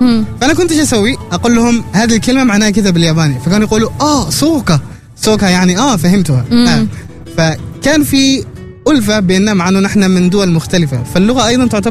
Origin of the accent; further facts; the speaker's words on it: Oman; أنا عماني 100%